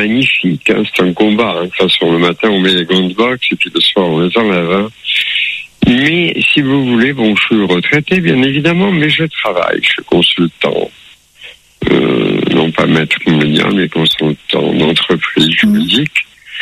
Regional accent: Orléansville, Chlef Province, Algeria; born there; Je suis né en Algérie, de culture juive. Donc j'ai grande famille. Je suis né à Orléansville.

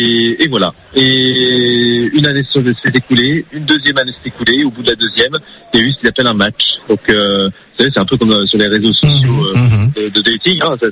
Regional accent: Clermont-Ferrand, Auvergne-Rhône-Alpes, France; also born or lived in South Korea; je suis né en Corée du Sud, à une date qu'on ne connaît pas, avec plein d'informations que malheureusement on ne connaît pas. Et ce, malgré avoir été élevé dans une famille très aimante de Clermont-Ferrand, dans les alentours de Clermont-Ferrand

